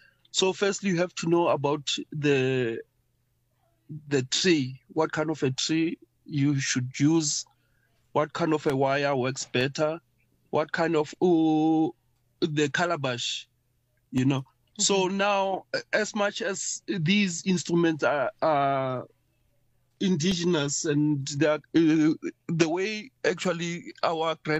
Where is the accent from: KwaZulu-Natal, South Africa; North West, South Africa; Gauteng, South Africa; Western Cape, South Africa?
Gauteng, South Africa; Soweto; I'm from Soweto. I grew mm-hmm. up in Soweto